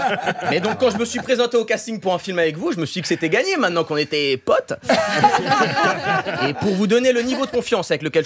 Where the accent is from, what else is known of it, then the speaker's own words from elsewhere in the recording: Switzerland; Mais je suis suisse. Non, ma mère est brésilienne, et du coup c'est un prénom, c'est plus du côté brésilien.